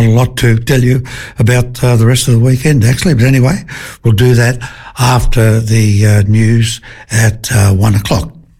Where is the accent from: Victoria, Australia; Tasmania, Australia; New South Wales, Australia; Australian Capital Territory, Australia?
New South Wales, Australia; Bathurst; moved away; growing up in Bathurst.